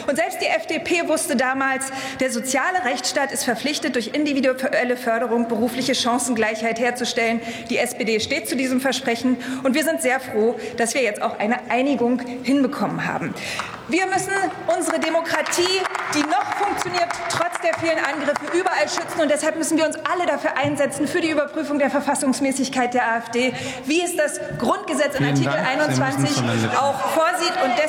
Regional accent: East Germany, Germany; Als Ostdeutsche ist es mir natürlich auch persönlich ein Anliegen, dass wir endlich auch mehr ostdeutsche Universitäten in der Exzellenzliga haben.

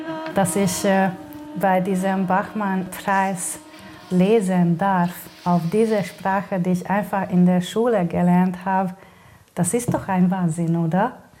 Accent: Hungary; German is a second language; moved away; ursprünglich komme ich aus Ungarn, aus einer Situation oder Grenzzone, wo man sehr viel Fremdsprache auch damals gehört hat. Die deutsche Sprache habe ich dann zum ersten Mal da gehört und auch im Fernseher.

